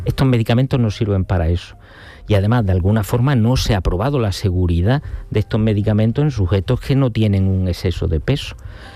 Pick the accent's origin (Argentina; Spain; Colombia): Spain; Montoro, Andalusia; now in Málaga, Spain; No, soy cordobés, nací en Montoro.